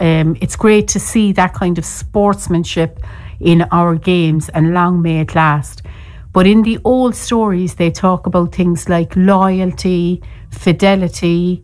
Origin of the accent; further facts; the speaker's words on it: Cork, Munster, Ireland; I am the storyteller from Cork. And in Cork today, we are nursing the broken hearts.